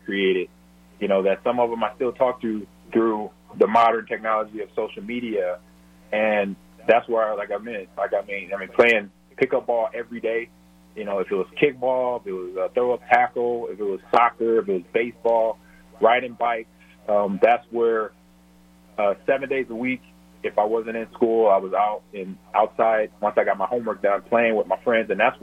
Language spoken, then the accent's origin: English; Glendale, California, United States; also born or lived in Omaha, United States; I was born in Omaha and raised in Omaha until about age, three and a half, 4 or 3 and a half, 5 years old, somewhere in there. And then we moved out to Los Angeles. Me and my mom moved out to Glendale to live with my godmother